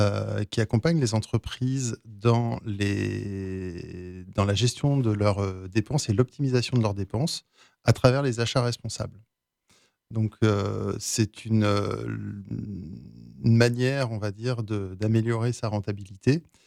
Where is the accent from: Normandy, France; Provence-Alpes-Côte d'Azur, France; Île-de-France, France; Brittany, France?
Brittany, France; moved away; Alors mon parcours, moi je suis originaire de Bretagne.